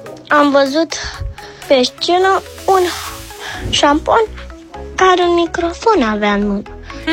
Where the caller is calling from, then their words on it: Bucharest, Romania; din București, am 7 ani